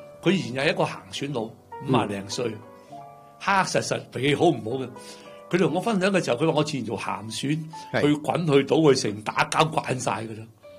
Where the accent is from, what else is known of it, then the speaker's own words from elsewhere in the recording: China; 点解大家有个中国人嘅社会，点解你基督西方文化点解入侵我中国人嘅思想？